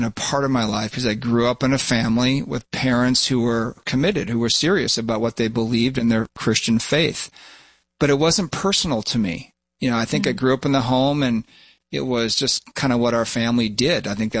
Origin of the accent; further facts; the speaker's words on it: Minnesota, United States; I love being around my family and close friends back here where I grew up in Minnesota. I still reside here.